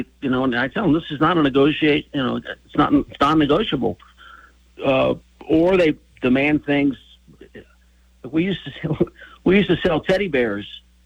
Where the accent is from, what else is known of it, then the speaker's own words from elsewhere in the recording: Cincinnati, Ohio, United States; I'm born and raised in Cincinnati, Ohio.